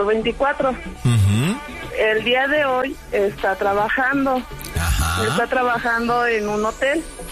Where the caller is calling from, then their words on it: Toluca, State of Mexico, Mexico; Soy de aquí, de Toluca.